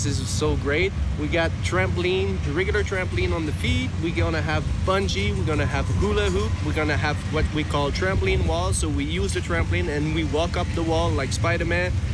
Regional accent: Montreal, Quebec, Canada; I'm from Montreal.

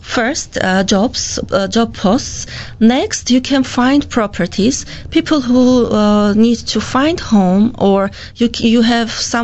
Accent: Armenia; moved away as an adult; now in Canada; I'm from Armenia and I'm in Canada about a year. So yeah, we moved with my family, with my husband and son.

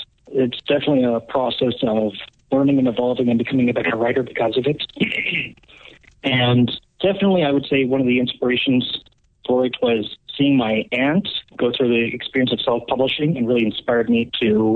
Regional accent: Weyburn, Saskatchewan, Canada; Yes, I'm still living in Weyburn.

